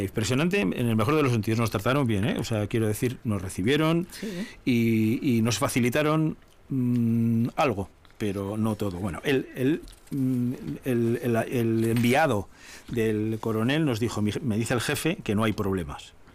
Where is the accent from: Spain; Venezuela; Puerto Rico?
Spain; Navarre; Ojo, le dije, que somos navarros, ¿eh?